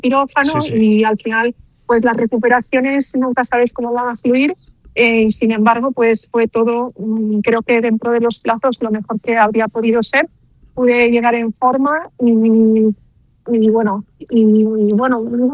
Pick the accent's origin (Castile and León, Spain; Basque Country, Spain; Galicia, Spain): Galicia, Spain; Vigo; Sí, porque yo soy de Galicia, nací en Vigo, he vivido toda, hasta ahora siempre aquí, he desarrollado también mi carrera deportiva en Galicia